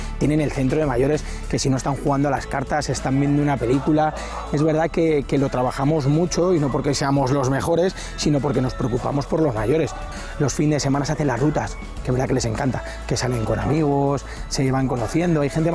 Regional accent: La Cabrera, Community of Madrid, Spain; yo desde bien pequeñito, que yo nací en La Cabrera, o sea que los conozco muy bien, siempre han estado.

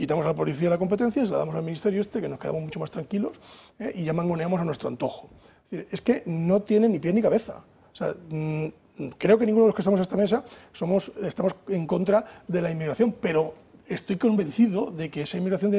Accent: Castile and León, Spain; yo que soy de Castilla y León

